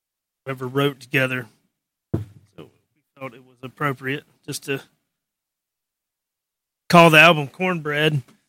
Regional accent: Jamestown, North Carolina, United States; So I moved from Greensboro area of North Carolina, Jamestown to be specific. Or even High Point, all those areas, to Carolina Beach to go to UNC Wilmington

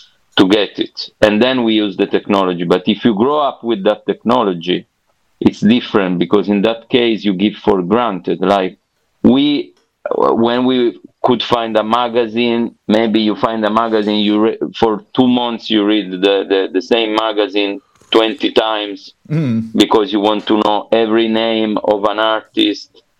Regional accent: Southern Italy, Italy; We are both from the Deep South. And it's not like being in Milan.

